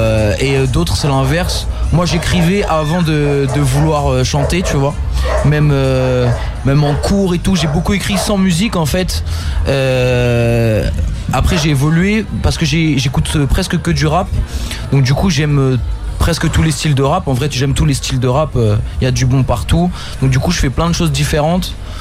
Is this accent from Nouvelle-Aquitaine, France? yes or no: no; Caen, Normandy, France; Ça fait 3 ans qu'on travaille ensemble, on vient de Caen.